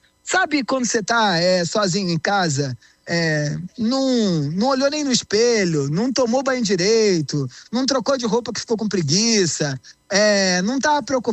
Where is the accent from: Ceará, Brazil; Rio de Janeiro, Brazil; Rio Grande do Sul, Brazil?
Rio de Janeiro, Brazil; E eu venho de uma cidade, né? Eu sou carioca. Uhum. Eu venho de uma cidade onde os amigos são compartimentados, assim.